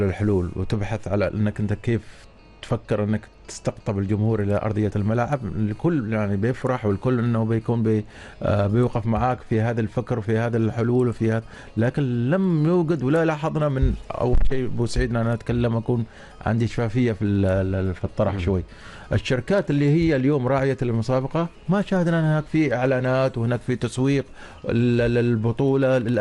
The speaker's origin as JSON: {"language": "Arabic", "country": "Oman", "said": "نحن نستمتع فيه كعمانيين"}